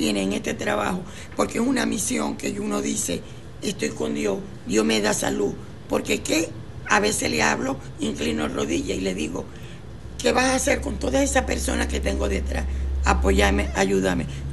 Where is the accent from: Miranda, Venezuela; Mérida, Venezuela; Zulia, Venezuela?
Zulia, Venezuela; Maracaibo; now in Machiques, Venezuela; Sí, yo soy maracucha, yo soy de Maracaibo, pero yo vivo en Machique.